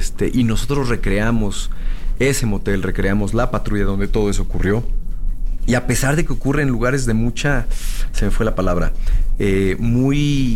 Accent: Mexico; cambiar un poco la visión de lo que somos como mexicanos. Nosotros también podemos sentirnos orgullosos de nuestra cultura, de nuestras historias, de nuestra gente.

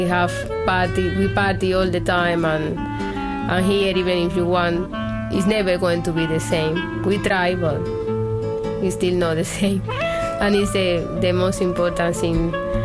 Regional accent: Cuba; English is a second language; moved away as an adult; now in Alice Springs, Australia; I am from Cuba. Love brought me to Alice Springs.

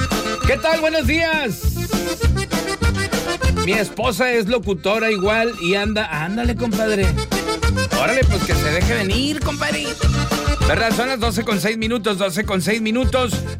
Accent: northern Mexico, Mexico; estamos en Baja California Sur, pero no dejamos de estar en el norte de México, compadre. ¿Estás de acuerdo? Entonces somos norteños, compadre, somos norteños

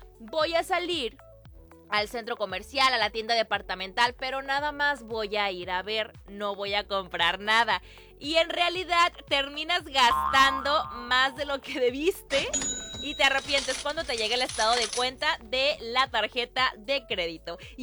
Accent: Mexico

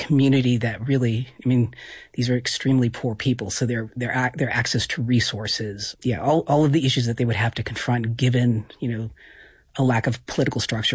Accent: Portland, Oregon, United States; also born or lived in Corvallis / Eugene; now in Missoula, United States; We moved around quite a bit. I've spent most of my life up in the Pacific Northwest, up in the Portland area, or Willamette Valley, Portland, Corvallis, Eugene.

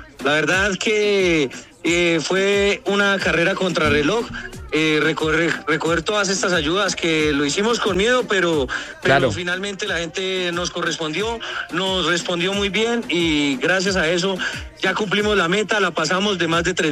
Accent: Colombia; somos Colombia, somos colombianos todos.

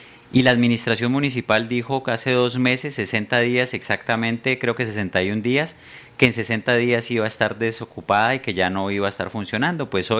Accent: Popayán, Cauca, Colombia; para los que somos de Popayán

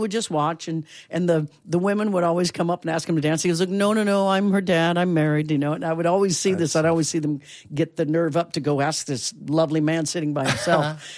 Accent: Kansas, United States; moved away; also born or lived in Boston / Los Angeles; I grew up in Kansas and it was all kinds of music in Kansas.

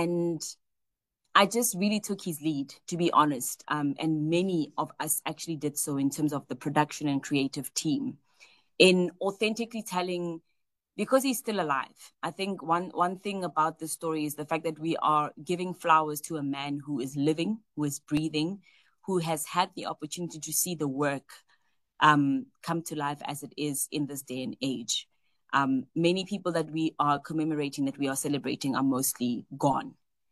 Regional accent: South Africa; who I am as a South African.

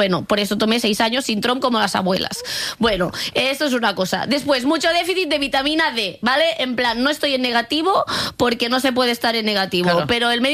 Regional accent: Catalonia, Spain; soy catalana, ¿vale?

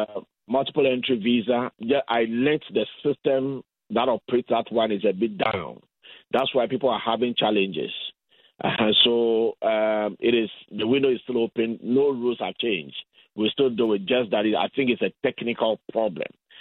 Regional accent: Ghana; Not because I'm a Ghanaian.

